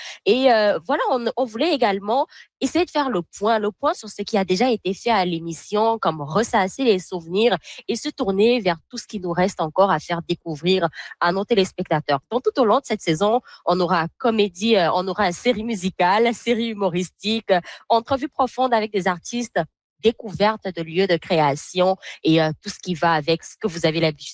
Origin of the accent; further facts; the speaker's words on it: Winnipeg, Manitoba, Canada; ici chez nous à Winnipeg.